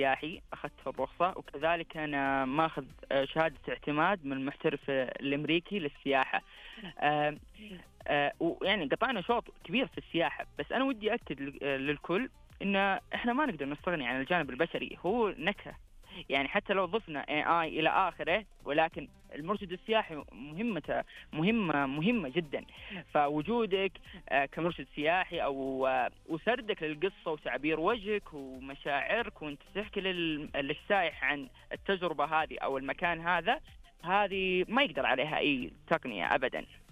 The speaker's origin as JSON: {"language": "Arabic", "country": "Saudi Arabia", "said": "احنا لابد ان احنا على عاتقنا كجادو او كسعوديين لابد ان نساهم في هذه التنميه ونشارك العالم هذا التطور الكبير."}